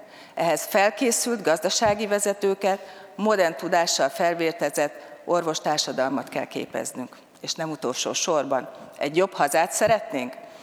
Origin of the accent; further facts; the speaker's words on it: Hungary; Hiszem, hogy valódi értékteremtéssel, erős pozícióval, büszke magyarként állhatunk emelt fővel a világban.